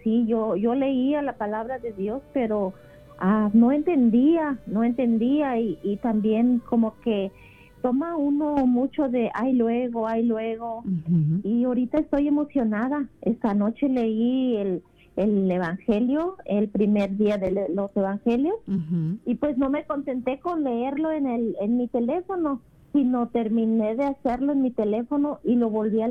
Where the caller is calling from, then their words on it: Chicago, Illinois, United States; De Chicago, Gaby.